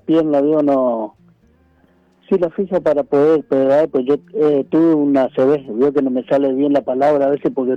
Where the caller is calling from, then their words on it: Pontevedra, Buenos Aires Province, Argentina; Soy de acá de Pontevedra, partido de Merlo.